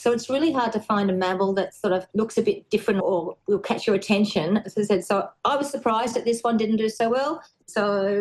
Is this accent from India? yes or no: no; Australia; We try to celebrate being Australian. We try to celebrate everything about Australia.